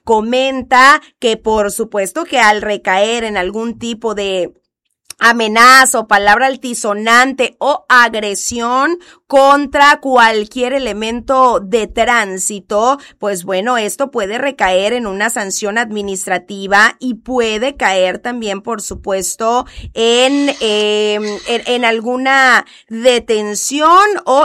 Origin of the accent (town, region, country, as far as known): Mexico